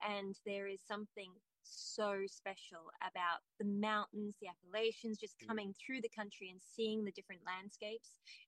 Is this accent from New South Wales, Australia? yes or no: yes; New South Wales, Australia; we are from New South Wales, and we're from a very beautiful little village just inland.